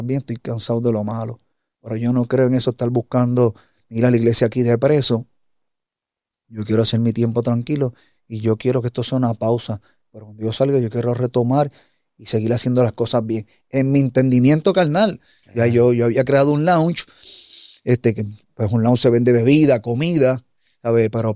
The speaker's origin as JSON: {"language": "Spanish", "country": "Puerto Rico", "said": "nosotros como puertorriqueños"}